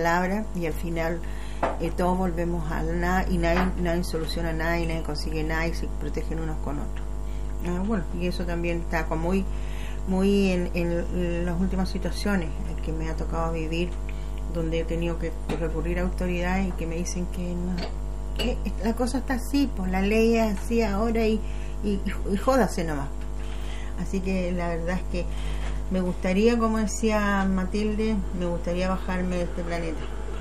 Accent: Chile

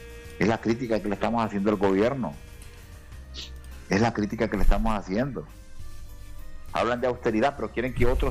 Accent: Honduras; yo como hondureño

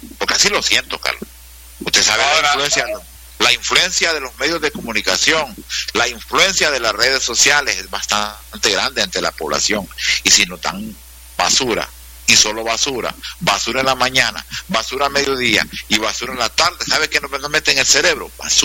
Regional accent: Honduras; nosotros, como seres humanos acá, como hondureños

